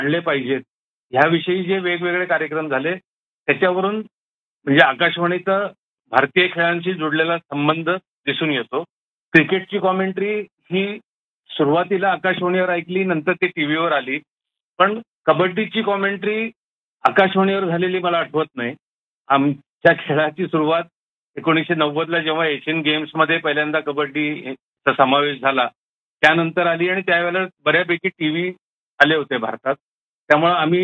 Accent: Sangli, Maharashtra, India; मी मूळचा आहे सांगलीचा

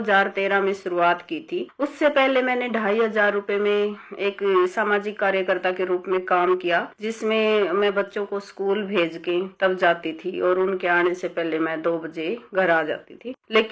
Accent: Haryana, India

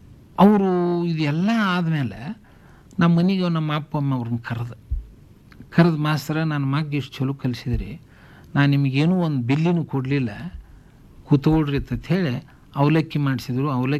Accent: Banahatti, Karnataka, India; ನಮ್ಮೂರು ಬನಟ್ಟಿ ಸಣ್ಣದು

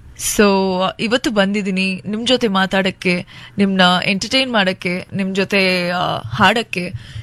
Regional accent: Bengaluru, Karnataka, India; Actually ನಾನು ಬ್ಯಾಂಗ್ಳೂರಲ್ಲಿ ಹುಟ್ಟು ಬೆಳೆದಿದ್ದೀನಿ. ನನ್ನ ಸ್ಕೂಲಿಂಗು ಮತ್ತು ನನ್ನ ಕಾಲೇಜ್ ಎಲ್ಲ ಇಲ್ಲಿ ಕಲ್ದಿದ್ದೀನಿ.

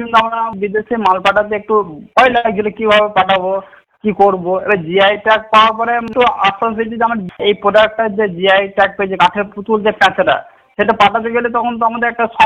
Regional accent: Natungram, West Bengal, India; আমার বাড়ি হচ্ছে পূর্ব বর্ধমান জেলা পূর্বস্থলী 2 নম্বর ব্লক নতুন গ্রাম, বিশ্বের সবাই চেনে কাঠের পুতুল নতুন গ্রাম। আনুমানিক তো আমরা ধরুন 500 বছর, মানে আমার দাদু তার দাদু পরম্পরা হয়ে হয়ে আসছে এটা

